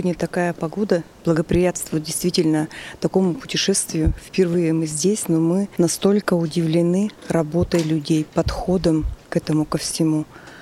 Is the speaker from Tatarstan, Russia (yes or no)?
no; Tyumen, Tyumen Oblast, Russia; Мы приехали из Тюмени.